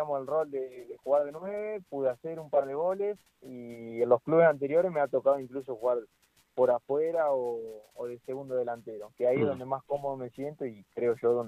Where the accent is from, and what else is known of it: Ramallo, Buenos Aires Province, Argentina; moved away as an adult; now in near Florence, Italy